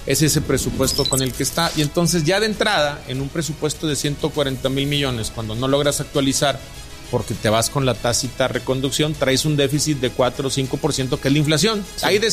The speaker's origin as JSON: {"language": "Spanish", "town": "Monterrey", "region": "Nuevo León", "country": "Mexico", "tie": "born or raised there", "said": "el Nuevo León de mi infancia. En mi infancia en Nuevo León"}